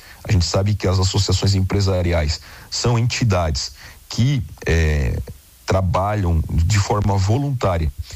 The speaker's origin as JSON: {"language": "Portuguese", "town": "Turvo", "region": "Santa Catarina", "country": "Brazil", "tie": "born or raised there", "said": "quando eu era criança, eu morava em Turvo e nasci em Turvo, no sul de Santa Catarina"}